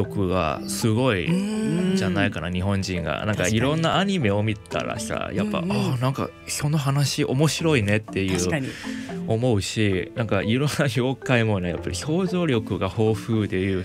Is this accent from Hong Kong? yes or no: yes; Hong Kong; moved away; 僕香港で育てられて、なかなかずっとシティの中ね